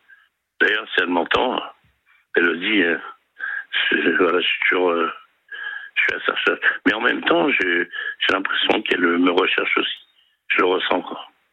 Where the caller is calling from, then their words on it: Nantes, Pays de la Loire, France; je suis dans 44, à Nantes.